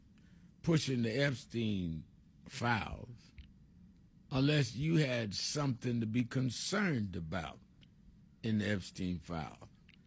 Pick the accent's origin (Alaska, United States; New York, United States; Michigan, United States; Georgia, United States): New York, United States; many of you know that I grew up in New York as part of the King Movement.